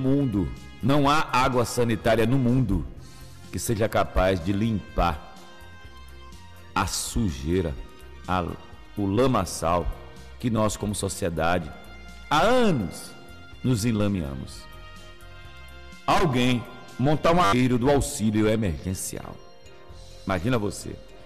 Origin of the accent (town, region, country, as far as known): Brazil